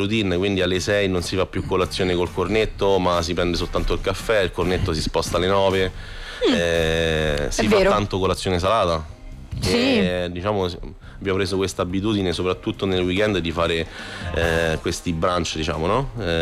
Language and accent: Italian; Frosinone, Lazio, Italy; io anche che vengo da Frosinone